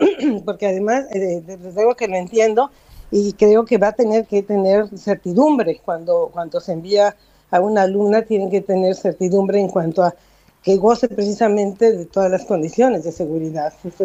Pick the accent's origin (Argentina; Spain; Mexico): Mexico